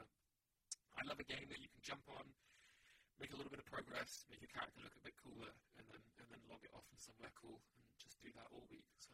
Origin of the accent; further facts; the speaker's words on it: England, United Kingdom; accent: English; moved away as an adult; now in Florida, United States; as you can tell by my accent, I'm English. I don't survive down in the South. It's far too humid for me.